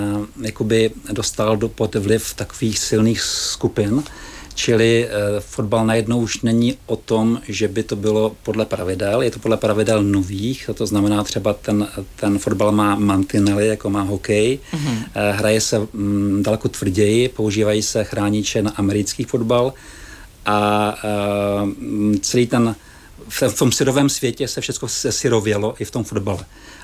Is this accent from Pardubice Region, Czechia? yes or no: yes; Moravská Třebová, Pardubice Region, Czechia; also born or lived in Svitavy / Ostrava; Rodné není, já jsem se narodil ve Svitavech v Rodnici a pak jsem žil v Moravské Třebové. Takže jsem vlastně spíš jakoby srdcem Moravsko-Třebovák, ale i Ostravák, kam jsem se stěhoval za tátou.